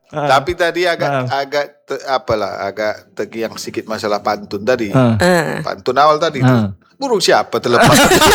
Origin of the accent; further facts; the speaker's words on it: Medan, North Sumatra, Indonesia; born there; dulu saya tinggal di wilayah Tanjung Mulia